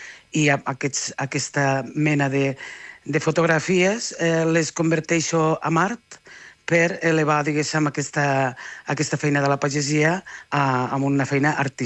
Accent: Catalonia, Spain; born or raised there

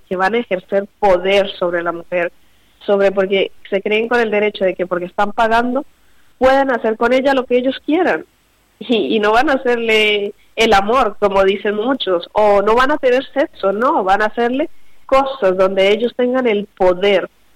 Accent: Colombia; born there

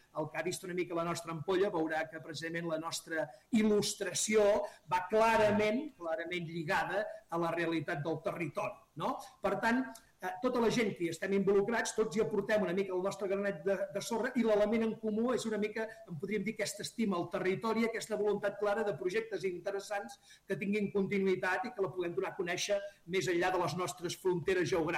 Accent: Catalonia, Spain; el Comte Arnau del meu poble

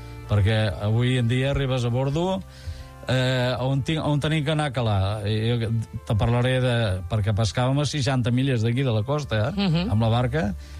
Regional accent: Tarragona, Catalonia, Spain; I tinc molt d'arraigo i molt de peu... Sobretot al meu barri, on vaig néixer, però també a la part alta

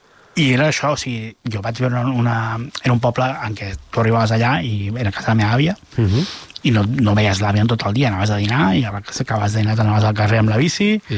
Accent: Sabadell, Catalonia, Spain; Jo soc de ciutat, jo soc de Sabadell

